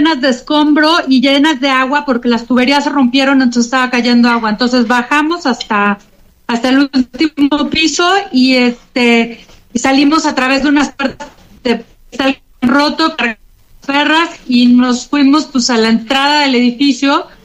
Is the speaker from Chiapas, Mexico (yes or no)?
no; Mexico City, Mexico; Yo soy de la Ciudad de México, de la Condesa, o sea, Híjole. Sé lo que son los terremotos.